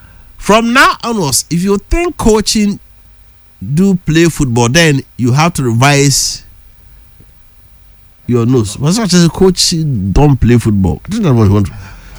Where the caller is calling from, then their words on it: Bantama, Ashanti, Ghana; I'm okay from Bantama in the Senate West District.